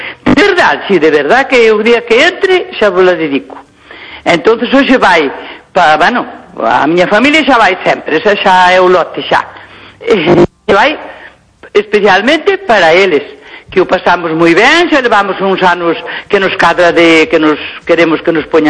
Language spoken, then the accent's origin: Galician; Teo, Galicia, Spain; moved away as an adult; now in Santiago de Compostela, Spain; E eu, como era da lá de Teo, pois ainda me tira algo para lá, a pesar de que levo 50 e moitos anos en Santiago